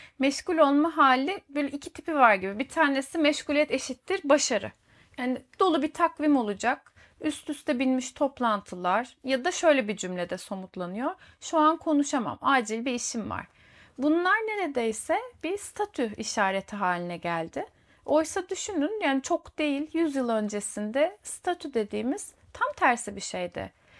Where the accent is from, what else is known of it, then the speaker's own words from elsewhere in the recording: Kuşadası, Aydın, Turkey; moved away; also born or lived in İzmir; Ben İzmir'de okudum 7 sene. Kuşadası'nda büyüdüm. İzmir'de okudum ve tam bütün İzmirlilerin böyle bir yaşamda ağırdan alma, zamanla kavga vermeme halini içimde hissetmiş birisiyim. O yüzden Akdeniz insanı belirtilerim.